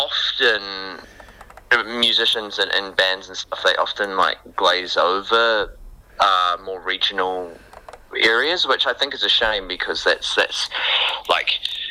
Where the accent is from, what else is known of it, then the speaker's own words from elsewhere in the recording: New Plymouth, Taranaki, New Zealand; I'm from Taranaki. I grew up in New Plymouth